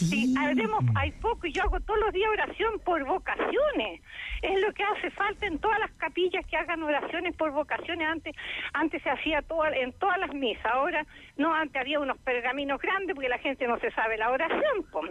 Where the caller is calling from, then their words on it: Santiago, Santiago Metropolitan Region, Chile; De Pudahuel, de acá, yo llamé en la mañana … que tengo 74 años, ya cumplí ahora el 23 de mayo.